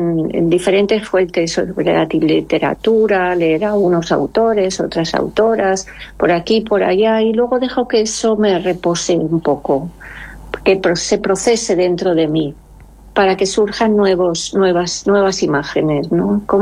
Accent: Elda, Valencian Community, Spain; es mi barrio, ahí he crecido yo, aprendí a caminar en esas calles

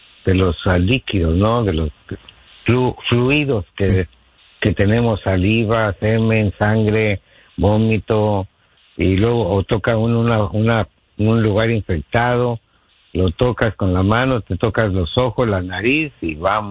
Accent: Mexico; como buen mexicano queremos que México gane el campeonato mundial.

